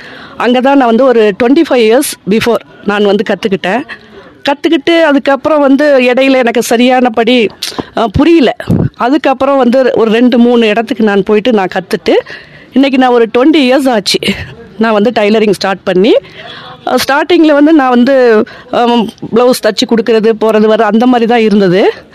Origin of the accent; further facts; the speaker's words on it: a village in Thanjavur district, Tamil Nadu, India; moved away as an adult; now in Ooty, India; நான் வந்து தஞ்சாவூர் மாவட்டம் சேவேரிக்குடிக்காடுங்கிற ஒரு கிராமத்துல தான் நான் பிறந்து வளர்ந்ததெல்லாம். நான் படித்தது கூட தஞ்சாவூர் மாவட்டத்தில் தான், தஞ்சாவூர் பிளேக்கே ஸ்கூலுங்கிற ஒரு ஸ்கூலில் தான் நான் படித்து பிளஸ் டூ முடிச்சுட்டு நர்ஸ் ட்ரைனிங் முடிச்சிருக்கேன்.